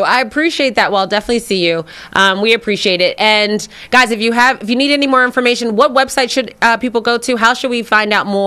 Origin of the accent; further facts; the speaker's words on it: Philadelphia, Pennsylvania, United States; I'm a West Philly girl.